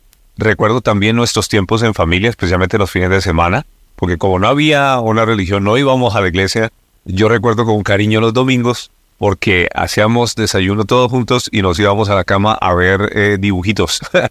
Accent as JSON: {"language": "Spanish", "region": "Bogotá", "country": "Colombia", "said": "yo soy de Bogotá, Colombia. Nací por allá en el año 77. Yo tengo cuatro hermanos. Nací en una familia que no era cristiana"}